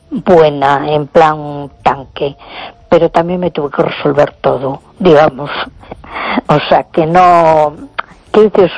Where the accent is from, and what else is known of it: A Coruña, Galicia, Spain